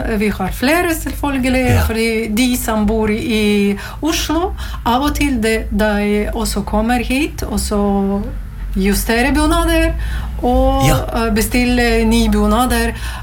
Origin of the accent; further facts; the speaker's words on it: Latvia; now in Norway; Jag kom från Latvia. Och så bor i Norge 14 år.